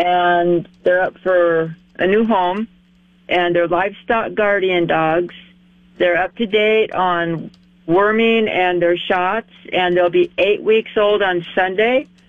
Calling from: Lake Andes, South Dakota, United States; Yeah, this is … from Lake Andes.

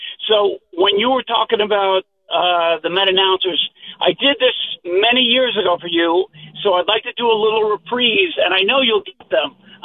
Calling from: Manhattan, New York, United States; I'm driving, and now I'm in Manhattan. When I called, I was coming from Atlantic City. I'm still in my car.

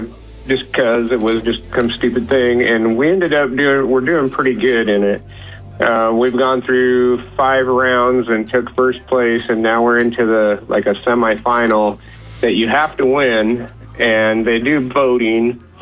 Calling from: Alaska, United States; I'm from Alaska. I think we're probably the only people in there from Alaska and Cancun.

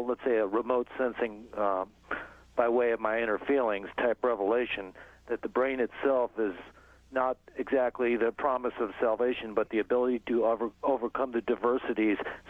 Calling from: Las Vegas, Nevada, United States; by the way, I'm calling from Las Vegas.

